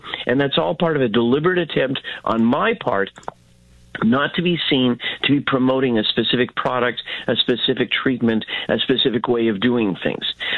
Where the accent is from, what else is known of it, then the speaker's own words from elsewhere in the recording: Canada; Wait a minute. I'm Canadian. I know I should be used to it.